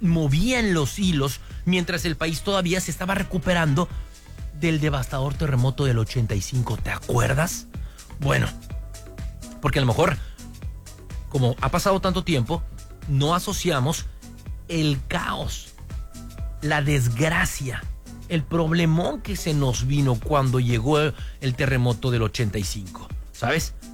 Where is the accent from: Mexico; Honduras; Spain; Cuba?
Mexico; si de algo somos expertos los mexicanos